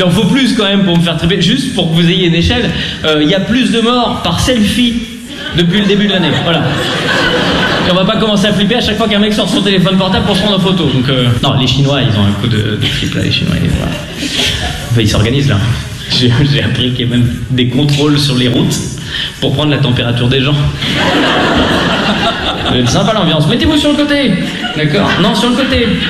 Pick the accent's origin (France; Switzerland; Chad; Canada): Switzerland; Lausanne, Vaud; Moi je viens de Lausanne, les girons c'est pour les bouseux, donc... À Lausanne, il n'y a pas de giron.